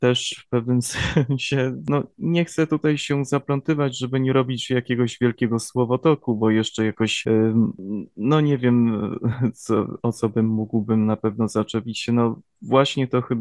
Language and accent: Polish; Dachnów, Subcarpathian Voivodeship, Poland; Jestem z Dachnowa, dokładnie na Podkarpaciu